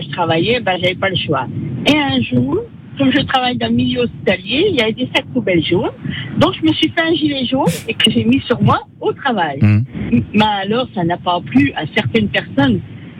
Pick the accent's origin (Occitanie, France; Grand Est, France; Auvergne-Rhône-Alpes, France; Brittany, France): Grand Est, France; Lunéville; Je vous dis, moi, je viens de Lunéville, un bus qui passe sur Lunéville